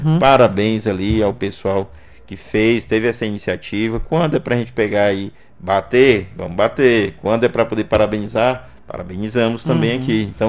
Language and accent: Portuguese; Brazil; Sou brasileiro, torço pela minha nação, pela seleção.